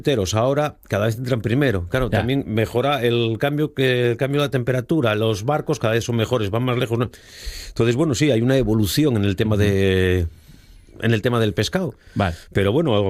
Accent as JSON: {"language": "Spanish", "region": "Asturias", "country": "Spain", "tie": "born or raised there", "said": "yo nací ahí en Piedeloro"}